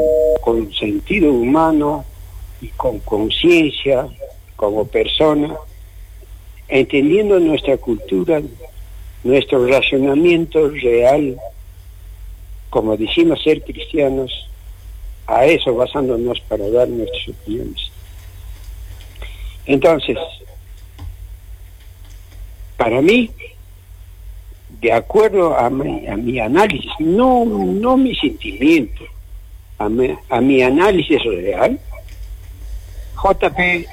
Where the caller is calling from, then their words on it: Peru; nosotros como peruanos